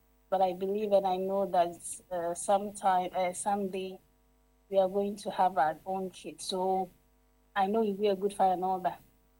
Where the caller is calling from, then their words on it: Tarkwa, Western Region, Ghana; I'm calling from Takwa.